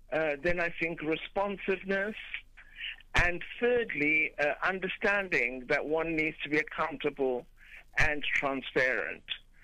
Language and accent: English; South Africa; moved away as an adult; also born or lived in London / Botswana; having an awareness of my identity as a South African who was not living at home